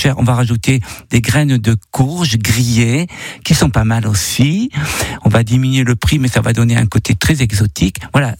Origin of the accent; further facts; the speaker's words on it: Provence-Alpes-Côte d'Azur, France; chez nous en Provence